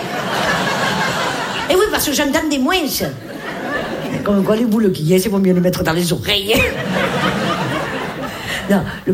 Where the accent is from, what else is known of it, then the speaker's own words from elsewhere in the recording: Nice, Provence-Alpes-Côte d'Azur, France; Et moi, je l'ai fait comme on l'ai fait chez nous à Nice, à la pomme de terre.